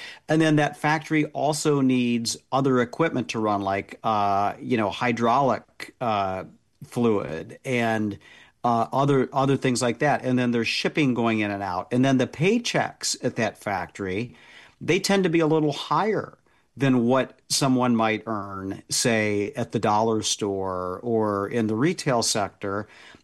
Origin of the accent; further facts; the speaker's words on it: Indiana, United States; You know, I was just back in my home state of Indiana